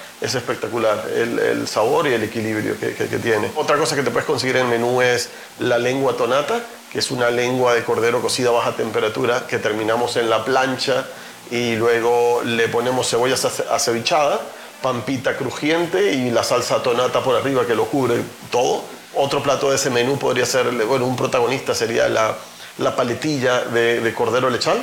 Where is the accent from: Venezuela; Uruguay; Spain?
Venezuela